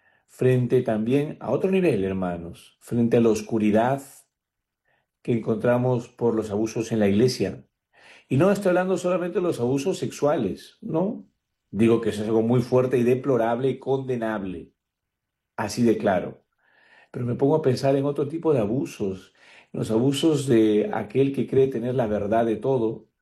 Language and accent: Spanish; Peru; como cristianos, como peruanos.